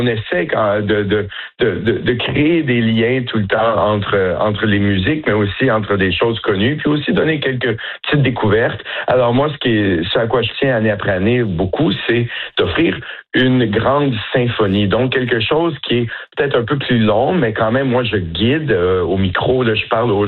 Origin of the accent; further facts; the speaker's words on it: Montreal, Quebec, Canada; Et je suis pas sûr qu'on le réalise tout le temps en tant que Montréalais